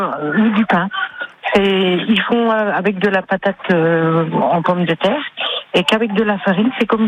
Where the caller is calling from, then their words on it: Bourgogne-Franche-Comté, France; J'habite Charpemont, exactement.